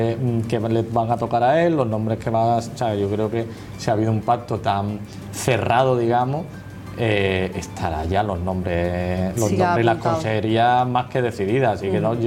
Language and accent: Spanish; Andalusia, Spain